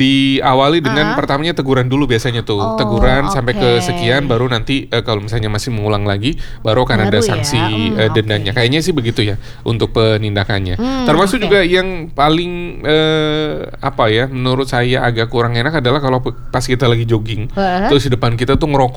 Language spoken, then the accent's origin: Indonesian; Brebes, Central Java, Indonesia; now in Jakarta, Indonesia; apakah di Brebes juga kampung saya ya